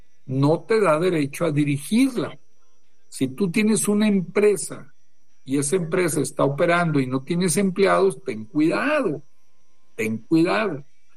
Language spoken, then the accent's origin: Spanish; Torreón, Coahuila, Mexico; accent: norteño; moved away; como decimos ahí en el norte, acuérdense que soy de Torreón. Me cayó re bien que todos hablaban igual que yo, muy norteño, porque yo acá no me se ríen a veces mi tono norteño que tengo